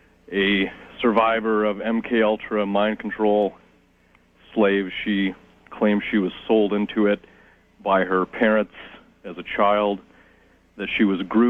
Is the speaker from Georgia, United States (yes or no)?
yes; Atlanta, Georgia, United States; I'm from Atlanta.